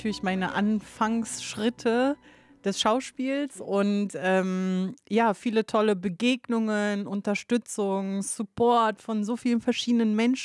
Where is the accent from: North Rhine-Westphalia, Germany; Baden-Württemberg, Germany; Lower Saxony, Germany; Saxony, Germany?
North Rhine-Westphalia, Germany; Duisburg; German is a second language; also born or lived in Kosovo; Ich bin Schauspielerin, geboren im Kosovo und in Duisburg aufgewachsen.